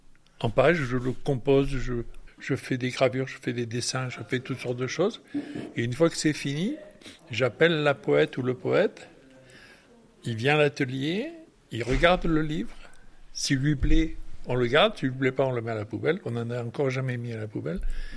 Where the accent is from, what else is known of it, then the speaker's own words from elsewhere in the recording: Roquedur, Occitanie, France; Oui, je suis né dans les Cévennes, à Roquedur. J'habite à Roquedur. Et j'étais un... J'étais pas un... D'abord, on était à l'école de Roquedur, où on était 4-5.